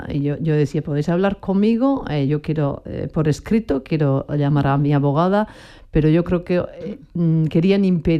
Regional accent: Basque Country, Spain; yo siendo una vasca, una persona vasca políticamente perseguida todos estos años

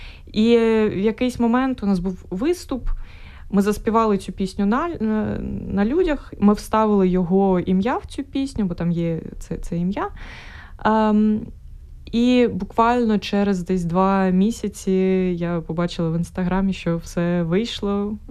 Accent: Kharkiv Oblast, Ukraine; особливо мого регіону, я сама з Харківської області.

